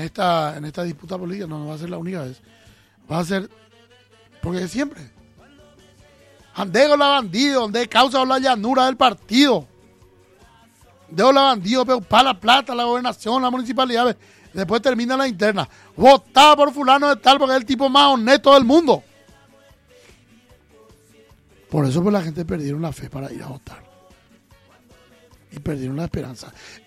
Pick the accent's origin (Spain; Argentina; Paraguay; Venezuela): Paraguay; mi derecho como paraguayo.